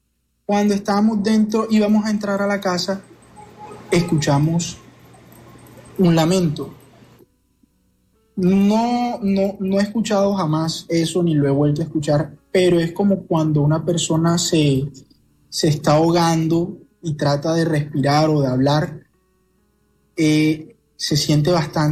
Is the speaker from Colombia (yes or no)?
yes; Ciénaga, Magdalena, Colombia; now in Barranquilla, Colombia; es en un pueblo del Magdalena, de donde yo soy oriundo, de Ciénaga Magdalena.